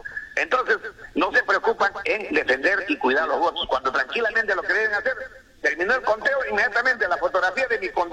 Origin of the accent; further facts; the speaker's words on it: Chincha Alta, Ica, Peru; born there; en mi tierra, en Chincha